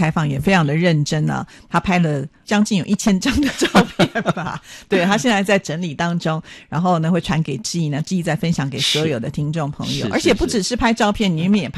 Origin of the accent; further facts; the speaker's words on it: Taiwan; 就展现出了我们台湾人的爱心啊，